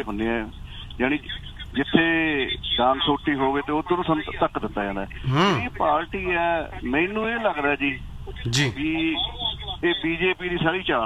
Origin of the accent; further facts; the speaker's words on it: Punjab, India; ਅਸੀਂ ਪੰਜਾਬ ਦੇ ਲੋਕ ਜਿੰਨਾ ਵਿੱਚ ਮੈਂ ਵੀ ਆ ਤੁਸੀਂ ਵੀ ਆ ਨਾ, ਅਸੀਂ ਅਗਰੈਸਿਵ ਬਹੁਤ ਛੇਤੀ ਹੋ ਜਾਂਦੇ